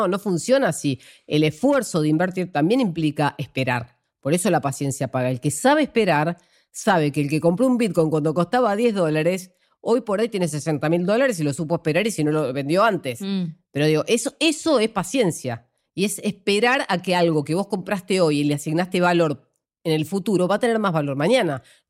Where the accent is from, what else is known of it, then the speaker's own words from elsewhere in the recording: Argentina; yo también soy argentina